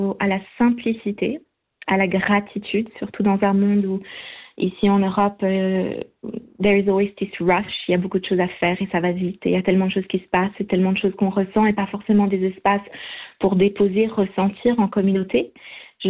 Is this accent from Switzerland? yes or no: yes; Switzerland; moved away as an adult; also born or lived in India / Amazonia; je suis née en Suisse. Je suis née dans le village où on s'est rencontrés. Donc j'ai grandi près de cette rivière. C'est une rivière, c'est un endroit qui me ressource, qui me nourrit beaucoup. Et puis, quand j'avais 18 ans, j'ai décidé de partir, d'aller vivre en Inde